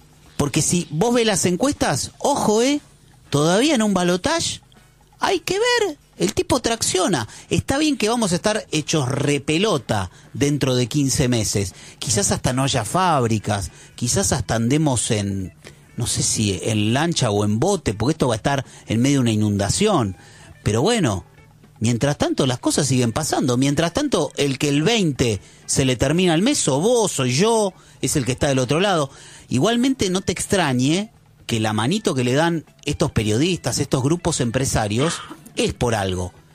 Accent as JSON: {"language": "Spanish", "country": "Argentina"}